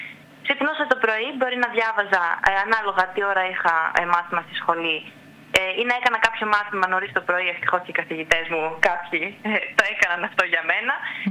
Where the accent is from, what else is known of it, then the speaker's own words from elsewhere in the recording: Greece; moved away as an adult; θα ήθελα να προσφέρω στο νησί μου.